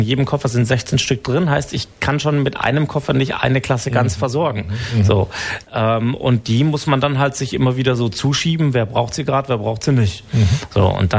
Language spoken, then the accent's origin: German; Bavaria, Germany; moved away as an adult; now in Baden-Württemberg, Germany; Also ich komme ja ursprünglich aus Bayern und habe da mein Referendariat in Ingolstadt gemacht.